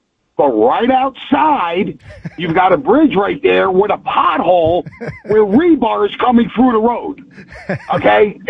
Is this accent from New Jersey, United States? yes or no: yes; New Jersey, United States; moved away as an adult; I'm from Jersey originally. I've been out here about 8 years